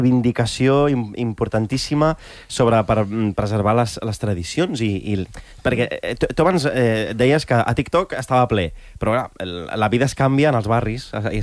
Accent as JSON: {"language": "Catalan", "country": "Morocco", "said": "Jo com a marroquí"}